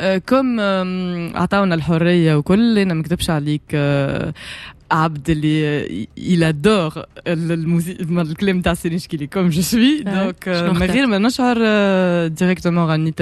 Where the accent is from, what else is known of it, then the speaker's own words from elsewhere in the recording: Tunisia; احنا من تونس